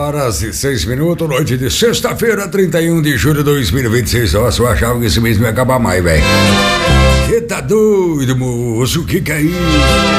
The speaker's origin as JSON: {"language": "Portuguese", "town": "Matão", "region": "São Paulo", "country": "Brazil", "said": "lá da minha terra, da saudade, Matão"}